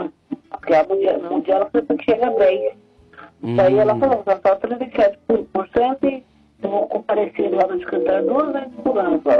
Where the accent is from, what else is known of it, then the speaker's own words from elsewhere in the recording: Dourados, Mato Grosso do Sul, Brazil; Eu sou de Dourados, irmão.